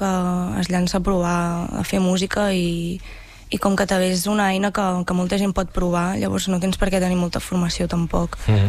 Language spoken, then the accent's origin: Catalan; Ribes de Freser, Catalonia, Spain; Sí, jo vaig néixer a Ribes i vaig estar a Ribes fins que vaig anar a fer el batxillerat a Vic